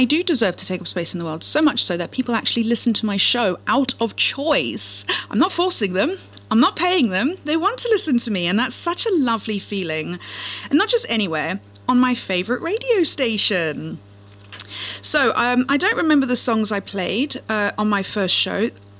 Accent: South Africa; now in England; So I grew up on a farm in a place called Tilbach in the mountains in the middle of nowhere in South Africa.

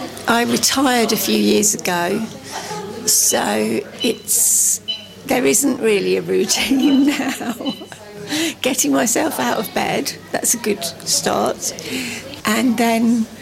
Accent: East of England, United Kingdom; moved away; I'm from Hertfordshire, originally. It's commuter belt, so a lot of people live there who then work in London.

